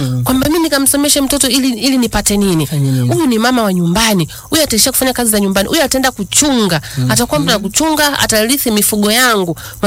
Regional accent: Mbeya, Tanzania; Mimi nimetokea Mbeya

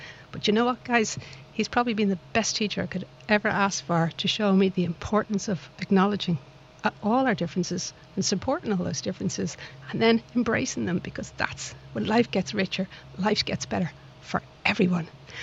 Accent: Dublin, Leinster, Ireland; accent: Dublin; now in Liverpool, United Kingdom; my little accent doesn't come from this lovely town of Liverpool, but I like to think it comes from an equally lovely town called Dublin across the water. But I've been living in my adopted city of Liverpool for over 25 years now.

